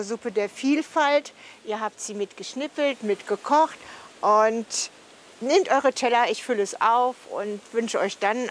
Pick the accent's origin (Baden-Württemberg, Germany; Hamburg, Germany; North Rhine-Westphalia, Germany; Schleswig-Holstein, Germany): North Rhine-Westphalia, Germany; Minden; Meine Heimat, ich bin in Minden geboren